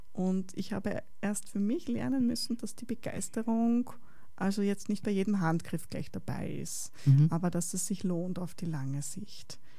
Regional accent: Vienna, Austria; moved away; ich komme ja ursprünglich aus Wien

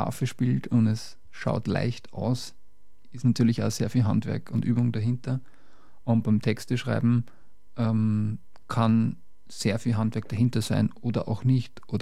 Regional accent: Lower Austria, Austria; accent: Mostviertel dialect; now in Vienna, Austria; Also in Wien rede ich manchmal schon schöner, aber ich komme aus dem Mostviertel und den Dialekt bringe mit sozusagen.

